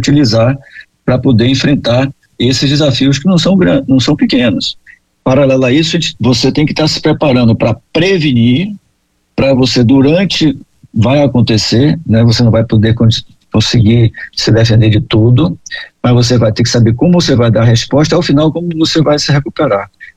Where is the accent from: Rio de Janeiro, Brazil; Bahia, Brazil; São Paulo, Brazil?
Bahia, Brazil; eu sou do Nordeste, né, na Bahia